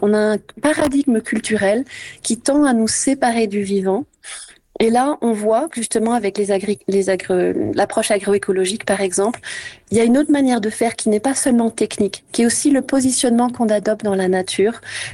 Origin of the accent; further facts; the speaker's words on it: Bourgogne-Franche-Comté, France; Chez nous, en Bourgogne, c'est la sécheresse.